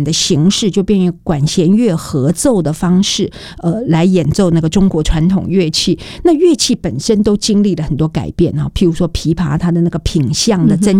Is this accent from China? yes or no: no; Taiwan; born there; 像我是在台湾出生的